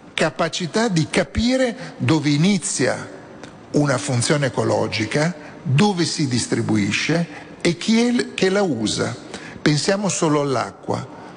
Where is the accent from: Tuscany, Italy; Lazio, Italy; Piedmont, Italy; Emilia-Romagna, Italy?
Emilia-Romagna, Italy; Rimini; sono di Rimini, e quindi capite bene che vengo da una realtà fortemente turistica e non certo naturale